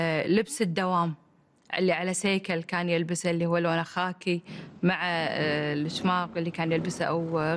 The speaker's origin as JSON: {"language": "Arabic", "country": "Kuwait", "said": "كان موجود عندنا بالكويت."}